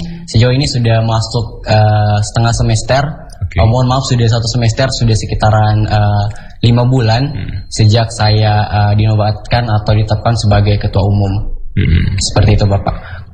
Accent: Central Sulawesi, Indonesia; moved away as an adult; now in Palu, Indonesia; Kalau saya sendiri, Bapak, aslinya dari Kabupaten Bual.

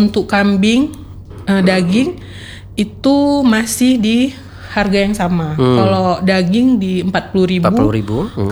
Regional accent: Aceh, Indonesia; also born or lived in Jakarta; Condet itu kan emang Arab semua, Arab tapi semua, kita nih Aceh gitu.

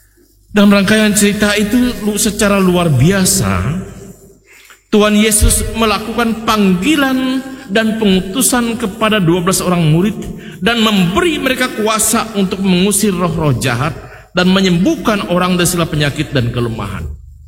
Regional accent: Central Kalimantan, Indonesia; kita ini orang-orang Dayak yang terbelakang, kalah dibandingkan suku-suku pedagang.

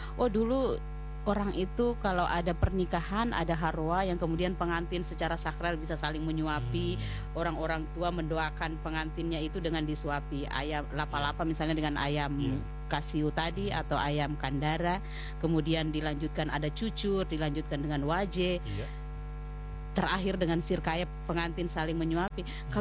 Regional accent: Muna, Southeast Sulawesi, Indonesia; identitas kita sebagai orang Muna

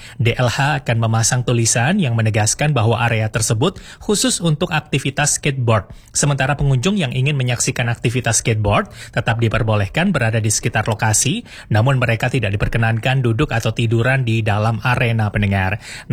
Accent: Malang, East Java, Indonesia; kita sebagai warga Kota Malang

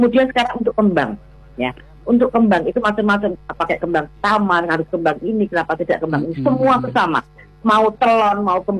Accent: Java, Indonesia; Bureh kalau kita orang Jawa itu kan di burehkan ya, ditaruh di badan

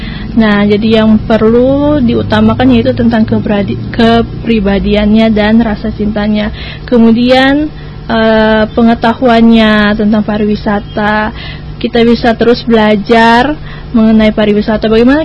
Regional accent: Kaibobu, Maluku, Indonesia; atau boleh ke kampung halaman saya.

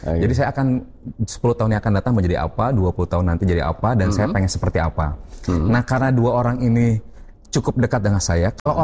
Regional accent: Kuningan, West Java, Indonesia; Camat di desa saya di Kalimanggis itu minta saya untuk mewakili kecamatan di ajang Pasanggiri, Mojang dan Jajaka Kuningan. 2008. Itu pasca saya baru saja lulus S1. Artinya memang waktu itu memang saya masih sekitar 22-23

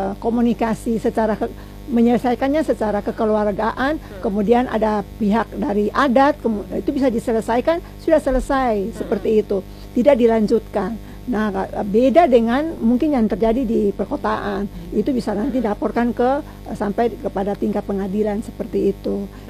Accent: Ambon, Maluku, Indonesia; kita kan orang Ambon

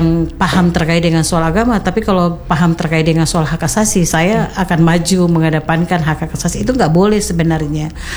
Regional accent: North Maluku, Indonesia; saya ini orang Kayowa, Bajo, otomatis saya suara saya agak sedikit keras gitu ya, sedikit keras. Karena apa? Saya dilahirkan di pinggir pantai yang ombaknya besar.

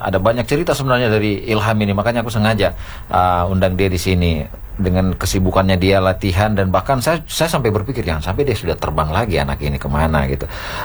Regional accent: Southeast Sulawesi, Indonesia

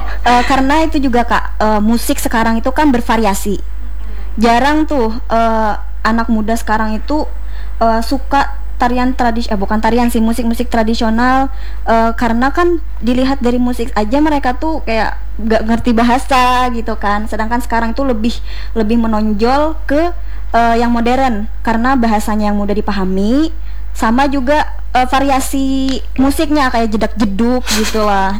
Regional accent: Banjar, South Kalimantan, Indonesia; Banjar sih, Kak, Banjar asli murni.

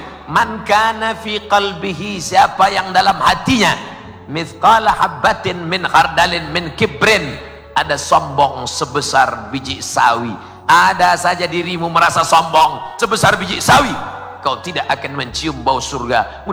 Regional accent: Sumatra, Indonesia; now in Palu, Indonesia; Saya datang dari Sumatera, ini Palu, Sulawesi Tengah, jauh Ustadz Somad, melewati Kalimantan.

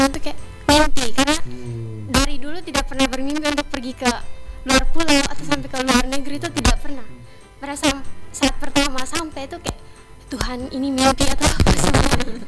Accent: Malaka, East Nusa Tenggara, Indonesia; now in Kupang, Indonesia; Saya dari Malaka dan sekarang saya belajar di kampus Uchiha Universitas Citra Bangsa Kupang.

